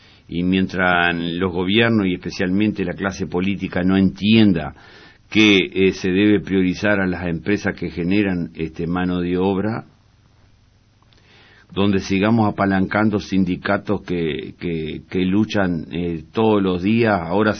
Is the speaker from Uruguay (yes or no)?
yes; Uruguay; Nosotros que somos vascos